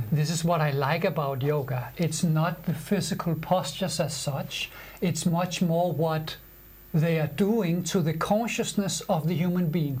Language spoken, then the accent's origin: English; Denmark; I grew up here in Denmark